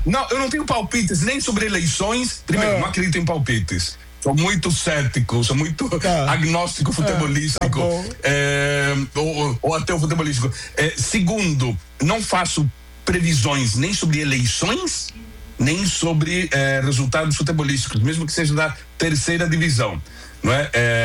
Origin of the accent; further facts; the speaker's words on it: Brazil; Sou brasileiro, torço pelo Londrina, Esporte Clube Tubarão, não é?